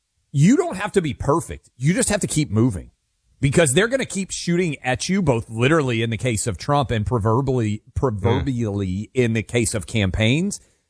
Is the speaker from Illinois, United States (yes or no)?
no; Tennessee, United States; If I were running for governor of Tennessee or Senate in Tennessee in my home state